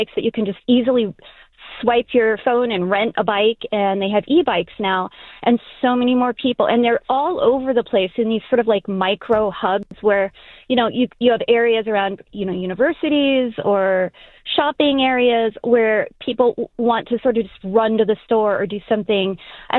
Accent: Columbus, Ohio, United States; also born or lived in Boston; Well, so I was born and raised in Columbus and left after college, and now I live in Boston, and I'm now back in Columbus

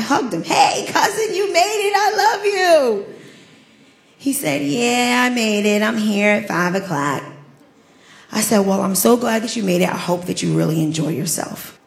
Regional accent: Staten Island, New York, United States; I said, I'm from Staten Island, but I'm an eighth generation direct descendant from Sandy Ground.

